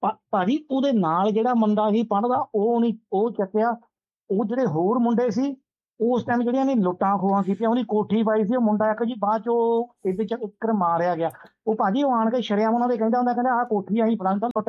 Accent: Palahi, Punjab, India; ਬਾਕੀ ਸਾਡੇ ਤੁਸੀਂ ਸਾਡੇ ਪਿੰਡ ਪਲਾਹੀ ਆ

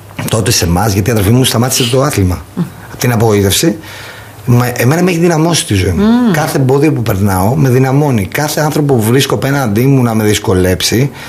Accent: Agrinio, Western Greece, Greece; Γιατί δεν μπορεί να με στηρίξει το Αγρίνιο η πόλη μου.

